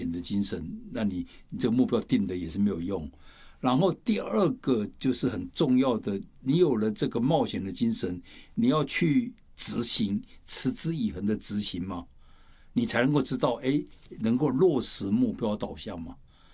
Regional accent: China; 我们中国人也讲了一段话

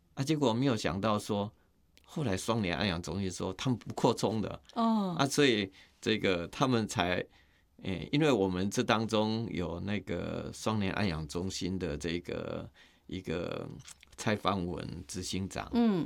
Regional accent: Puzi, Chiayi County, Taiwan; 在嘉义县埔子镇。

